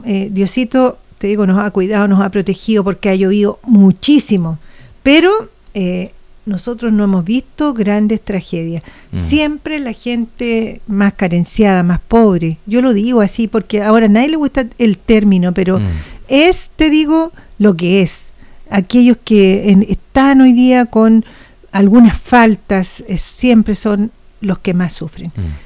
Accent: Chile

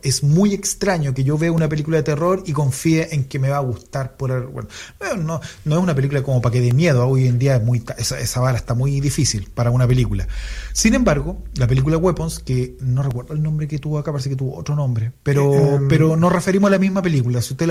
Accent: Chile; Que soy chileno. Ya. No, es serio.

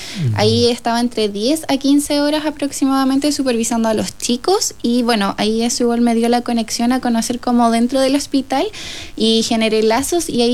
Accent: Gorbea, Araucanía, Chile; Soy de Gorbea

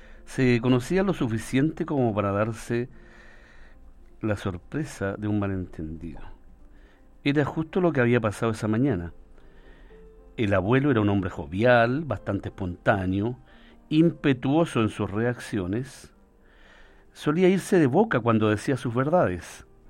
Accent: San Clemente, Maule, Chile; nosotros somos de San Clemente

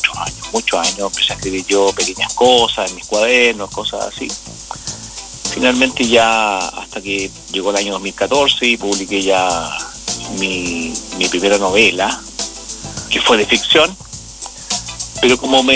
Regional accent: Huasco, Atacama, Chile; moved away as an adult; now in Copiapó, Chile; Sí, yo nací en Huasco hace ya 50 años.

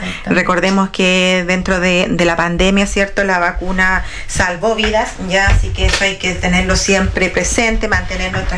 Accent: Chile; hay que hacer nuestra vida normal, ya, como buen chileno.

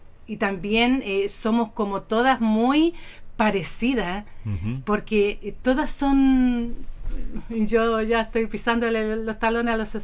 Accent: Longaví, Maule, Chile; also born or lived in Santiago; now in Longaví, Chile; yo fui nacida y criada en Ranchillo, en los cerros. Y de allá, cuando a nuestros padres les entregaron las tierras acá, en la quinta de Longaví, yo estuve muy poco tiempo

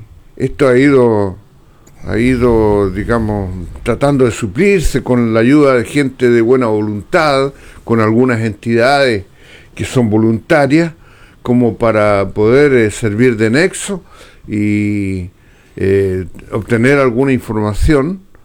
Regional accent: Chile; nosotros también como chilenos, estamos más o menos en la línea de esta falla tectónica que abarca desde gran parte

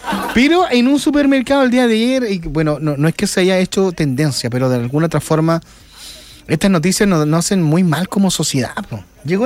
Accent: Chile; No me representa en nada como chileno

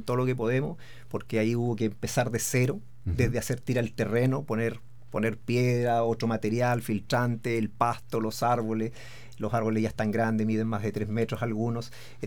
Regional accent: Linares, Maule, Chile; sentirnos orgullosos de ser de Linares.

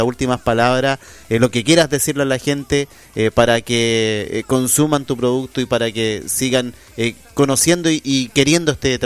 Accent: Chile

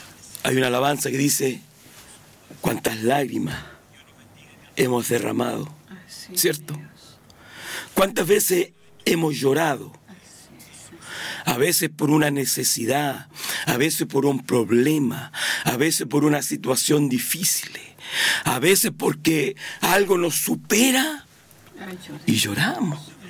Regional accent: Chile; aunque somos chilenos, ¿cierto? Somos chilenos, nacimos en esta tierra, somos chilenos

